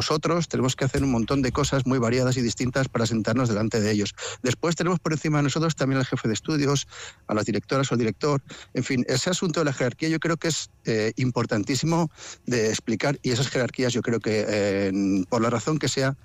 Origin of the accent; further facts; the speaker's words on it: La Rioja, Spain; Claro, y soy riojano y tengo muchos amigos que trabajan en Madrid y también en Andalucía.